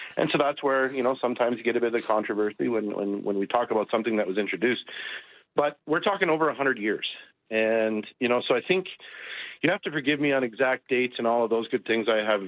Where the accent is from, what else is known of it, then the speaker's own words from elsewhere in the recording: Lethbridge, Alberta, Canada; And, you know, I grew up in Lethbridge, Alberta, so I wasn't very far from Tabor, which is well known for pheasants.